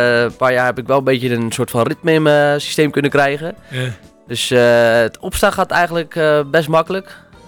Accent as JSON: {"language": "Dutch", "town": "Hierden", "region": "Gelderland", "country": "Netherlands", "said": "Ik kom hier uit de buurt. Ik kom uit Hierde."}